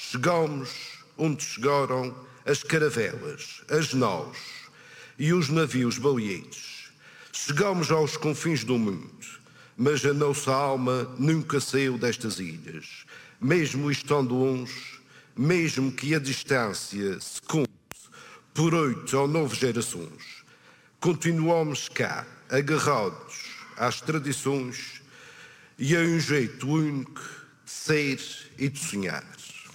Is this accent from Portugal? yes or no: yes; Azores, Portugal; Nós açorianos começamos por ser povoadores de uma terra virgem, erguida do fogo e do mar.